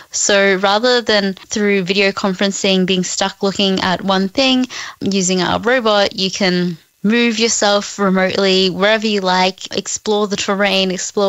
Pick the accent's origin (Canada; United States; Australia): Australia; Cairns, Queensland; even though I grew up in Cairns and far north Queensland, I could type in anything